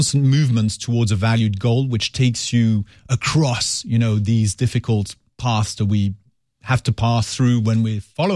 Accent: Switzerland; also born or lived in France / Colombia; It's very different because I grew up in Switzerland and France, so going to Colombia is very, very different, but it's great for the kids.

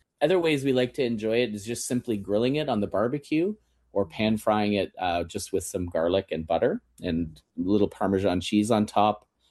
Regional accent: Kitchener, Ontario, Canada; I mean, I grew up in Kitchener and our next door neighbor had a big asparagus patch and would bring us bunches by the handful.

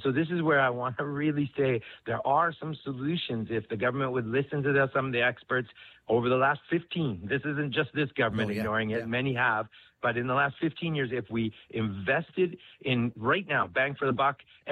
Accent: Alberta, Canada; I'm a Canadian. I'm an Albertan.

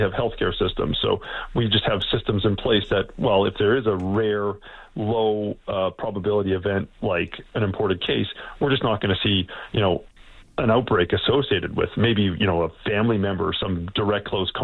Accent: Calgary, Alberta, Canada; now in Toronto, Canada; I'm also an Albertan. I'm from Calgary.

